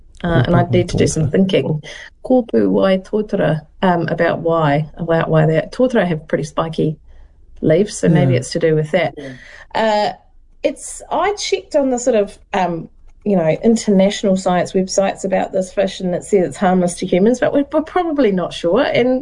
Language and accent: English; Southland, New Zealand; And you're right, I am from Southland, and I've lost my accent over the years, but when I go back to Southland, it comes back.